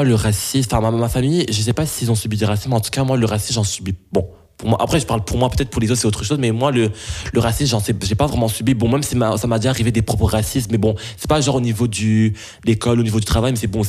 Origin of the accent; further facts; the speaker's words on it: Belgium; born there; je suis belge, je suis né en Belgique